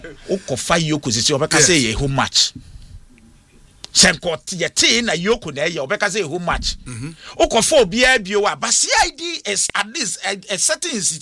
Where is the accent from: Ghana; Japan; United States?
Ghana; I'm speaking as a Ghanaian